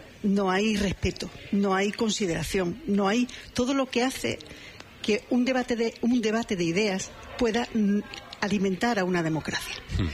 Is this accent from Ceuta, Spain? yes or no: yes; Ceuta, Spain; also born or lived in Las Palmas / Madrid / Paris; yo nací en Las Palmas, he vivido en Ceuta toda mi vida, después vine a Madrid, después fui a París, después volví y tal